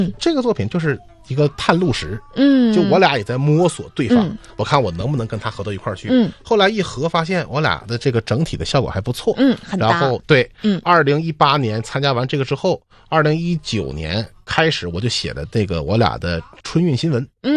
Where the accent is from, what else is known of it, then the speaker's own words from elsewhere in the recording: Northeast China, China; 我是个东北人唱北京的曲种，